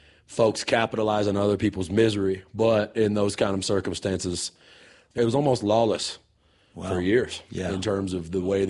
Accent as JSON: {"language": "English", "region": "Texas", "country": "United States", "tie": "born there", "also_born_or_lived": "Paris, France"}